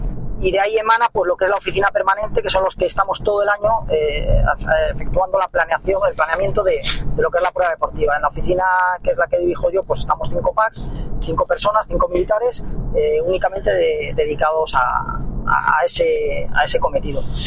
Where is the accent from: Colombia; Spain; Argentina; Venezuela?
Spain; Vigo, Galicia; moved away as an adult; now in Almería, Spain; yo soy gallego, soy de Vigo.